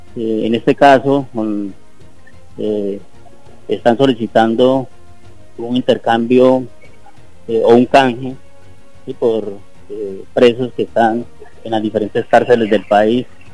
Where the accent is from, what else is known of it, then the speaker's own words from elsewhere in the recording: Arauca, Colombia; nosotros como colombianos queremos la paz. En el departamento de Arauca somos muchas las personas que queremos construir paz